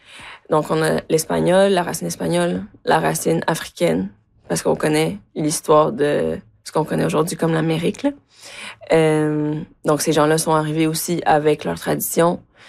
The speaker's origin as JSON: {"language": "French", "region": "Quebec", "country": "Canada", "tie": "born there", "also_born_or_lived": "Mexico", "second_language": "French", "said": "Je suis née au Mexique. Je suis arrivée au Québec à 9 ans. Je ne parlais pas un mot de français. Je suis allée en classe d'accueil. J'ai fait mon adolescence au Québec."}